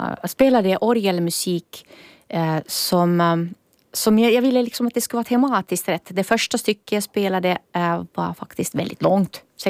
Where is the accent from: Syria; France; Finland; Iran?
Finland; Jag är en från Finland